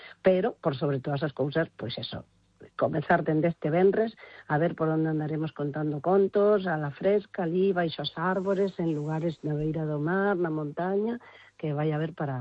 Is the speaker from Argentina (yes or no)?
no; Uruguay; Galician is a second language; now in Spain; eu son de Uruguai, pero sempre atopaba que os mellores contadores, as mellores contadoras de historias eran todas de Galicia, cando eu ademais mesmo cheguei a vivir aquí